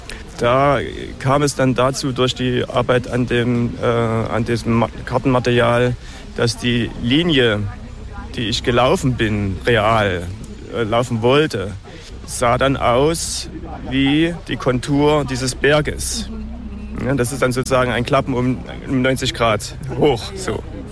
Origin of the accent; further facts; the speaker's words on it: Thuringia, Germany; Hatte 2005 in meiner Heimat in Thüringen eine Straßenwanderung gemacht